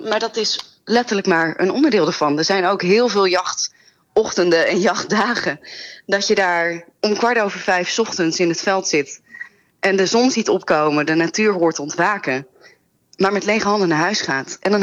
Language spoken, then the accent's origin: Dutch; Gelderland, Netherlands; Ik ben opgegroeid in de Veluwse bossen. En ben daardoor altijd heel dicht bij de natuur geweest.